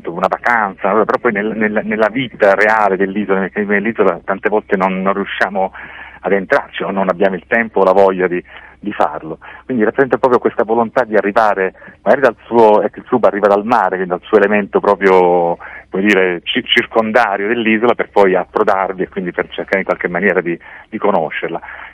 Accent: Sicily, Italy; now in Milan, Italy; io sono siciliano, vivo a Milano ormai da 36 anni, ma come dico sempre, Milano è la mia città, ma questa è la mia terra

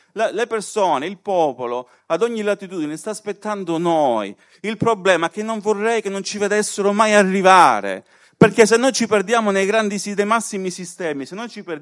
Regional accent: Calabria, Italy; io vengo dalla Calabria, per arrivare qui sono arrivato stamattina alle 5.

